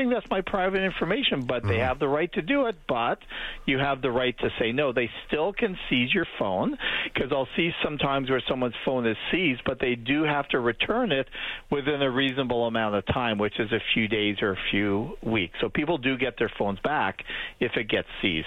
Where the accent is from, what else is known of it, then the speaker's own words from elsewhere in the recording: Canada; So even though I am a Canadian, I'm not a Canadian lawyer.